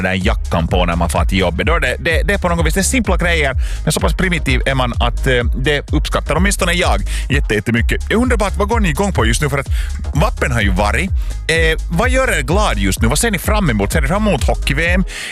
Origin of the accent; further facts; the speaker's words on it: Finland; Kouvola är en stad, många tycker att det är lite dyster stad, men att det är en stad som är närmast min hemby, eller det är ju Lovisa och Borgo också nära